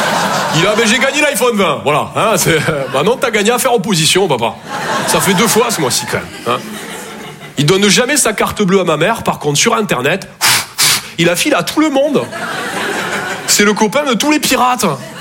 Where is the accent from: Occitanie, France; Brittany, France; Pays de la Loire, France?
Occitanie, France; Toulouse; Je viens de Toulouse à la base. Ouais, ça s'entend un peu.